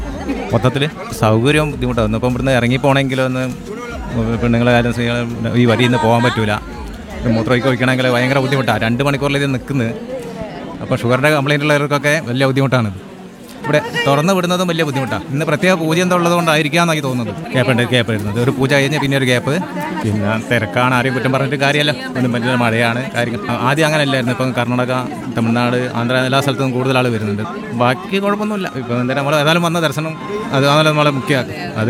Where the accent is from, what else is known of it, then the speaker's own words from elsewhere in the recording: Balussery, Kerala, India; ഞാൻ കോഴിക്കോട് നന്മണ്ട ബാലുശ്ശേരിയിൽ നിന്നാണ് വരുന്നത്.